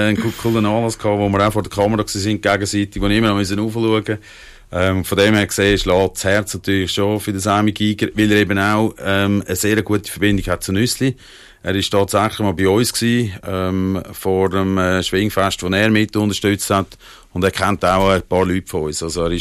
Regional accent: Central Switzerland, Switzerland; Ja, ich komme natürlich eigentlich aus der Innerschweiz

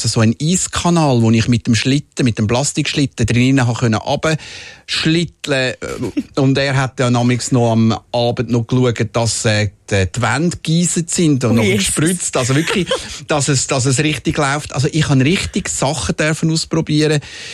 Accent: Zurich, Switzerland; born there; also born or lived in Winterthur; wo wir von Winterthur auf Zürich gezügelt sind und es im Quartier nicht mehr normal war, weil ich bin ja zuerst in Winterthur aufgewachsen, bei den ersten 7 Jahren.

